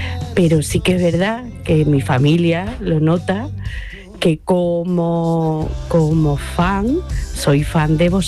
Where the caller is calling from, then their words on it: Bailén, Andalusia, Spain; Un abrazo grande para todos. … de Bailén.